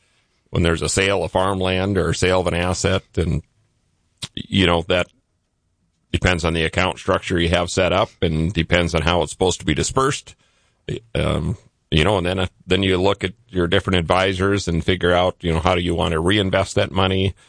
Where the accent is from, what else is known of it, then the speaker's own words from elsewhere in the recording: Rock Rapids, Iowa, United States; also born or lived in Alexandria, Minnesota; now in Sioux Falls, United States; Born in Alexandria, Minnesota. I grew up in Rock Rapids, Iowa, and been in Sioux Falls here the past 30-some years.